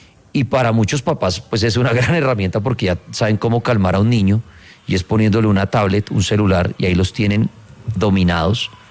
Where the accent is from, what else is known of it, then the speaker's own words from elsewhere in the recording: Bogotá, Colombia; born there; yo soy citadino, yo nací en Bogotá